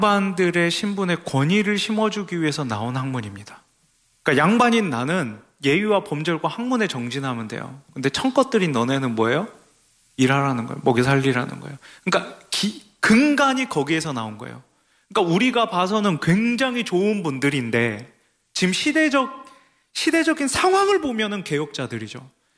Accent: South Korea; 우린 대한민국 사람이니까

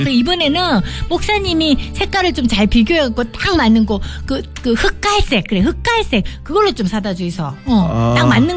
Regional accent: Busan, South Korea; 예, 제가 부산 출신 아니겠습니까?

